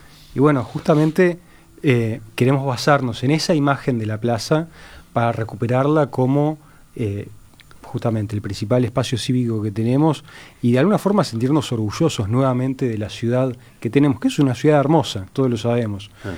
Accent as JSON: {"language": "Spanish", "region": "Montevideo", "country": "Uruguay", "said": "como ciudadanos, como montevideanos"}